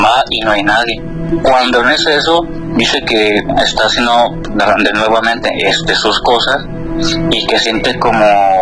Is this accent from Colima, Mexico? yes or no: no; La Barca, Jalisco, Mexico; porque pues, le recuerdo soy de allá de La Barca, Jalisco, es un pueblo que está aquí como a hora y media de aquí de Guadalajara.